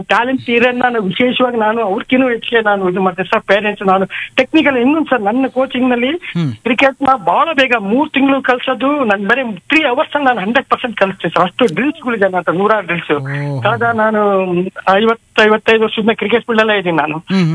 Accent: Sirigere, Karnataka, India; moved away as an adult; now in Davanagere, India; ನನ್ನ ಹಳ್ಳಿಯಲ್ಲಿ ಇದೆ ಸರ್ ಮಠದ ಸಿರಿಗೆರೆ ಅಂತ. ಈಗ ಕೆಲವು ವರ್ಷಗಳಿಂದ ನಾನು ದಾವಣಗೆರೆ ಇತ್ತು

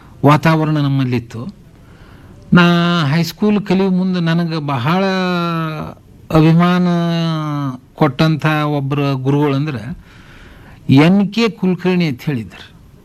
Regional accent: Karnataka, India; ನಮಗೆ ನಮ್ಮೂರು ಬನಟ್ಟಿ ಸಣ್ಣದ

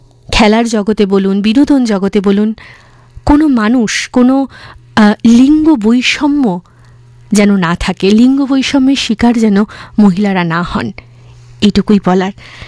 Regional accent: India; আমাদের ভারতেও

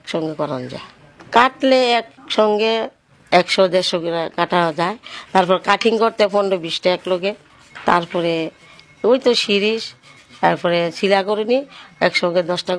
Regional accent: Jibannagar, Khulna Division, Bangladesh; আমার বাড়ি জীবনগর বনকুমারী মালাকার পাড়া।

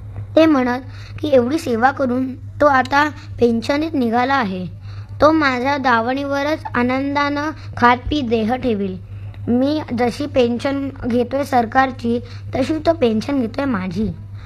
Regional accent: Diganchi, Maharashtra, India; मला माझं गाव आठवलं. सांगली जिल्ह्यात आटपाडी तालुक्यातलं दिगंची हे माझं गाव. गावाला तेव्हा आमची शेती होती.

